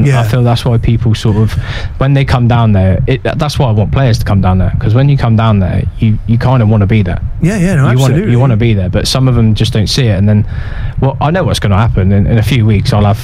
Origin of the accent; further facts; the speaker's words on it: South West England, United Kingdom; I lived in Hammer, I grew up in Hammer.